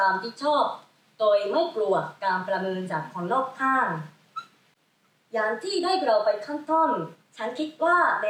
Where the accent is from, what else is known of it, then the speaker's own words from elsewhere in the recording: Japan; พวกเราคนญี่ปุ่น